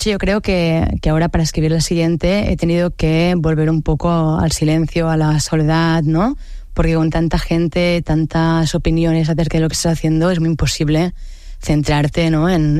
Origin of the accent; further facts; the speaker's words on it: Barcelona, Catalonia, Spain; born there; yo soy nacida en Sants, en el barrio de Sants, que es evidentemente muy urbanita